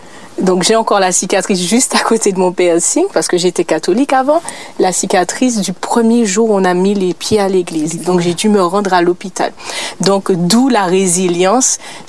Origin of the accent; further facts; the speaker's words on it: Petit-Bourg, Guadeloupe; now in Martinique; Alors, je ne suis pas originaire de la Martinique. Je suis de l'île d'à côté, donc je suis de la Guadeloupe. Donc, j'ai grandi à Petitbourg en Guadeloupe.